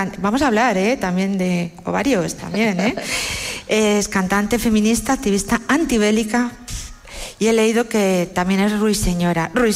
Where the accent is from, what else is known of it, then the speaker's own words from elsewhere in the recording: Santa Cruz de Tenerife, Canary Islands, Spain; Somos tenerifenses, prácticamente. Tinerfeños, tinerfeñas. Soy chicharreras.